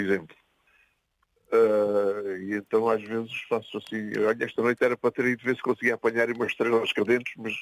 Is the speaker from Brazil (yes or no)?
no; Messejana, Alentejo, Portugal; also born or lived in Odemira; Eu nasci em Odmira, mas atualmente moro em Mesana. Atualmente desde os 6 anos, portanto há 60 anos que moro por aqui.